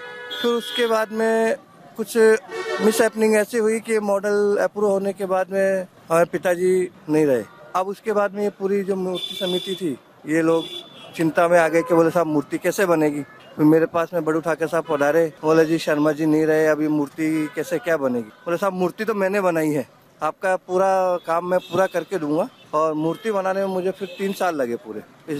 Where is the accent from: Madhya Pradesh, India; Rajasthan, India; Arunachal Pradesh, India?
Rajasthan, India; Jaipur; मैं साहब जयपुर राजस्थान से।